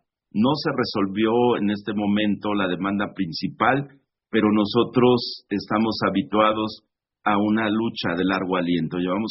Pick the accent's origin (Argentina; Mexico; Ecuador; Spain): Mexico